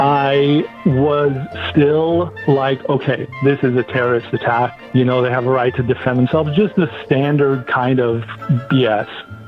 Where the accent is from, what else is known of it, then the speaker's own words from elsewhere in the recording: Israel; moved away; I was born in Israel. My family's from there, still living there mostly.